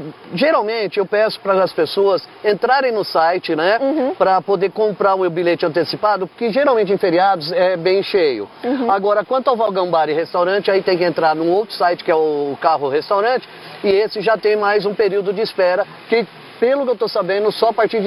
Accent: São Paulo, Brazil; moved away as an adult; now in Guararema, Brazil; eu sou de São Paulo, nascido e criado. Eu adotei Guararema, Guararema me adotou. Há 16 anos eu estou morando aqui

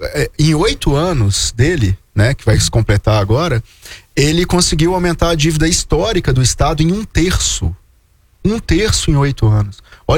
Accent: Minas Gerais, Brazil

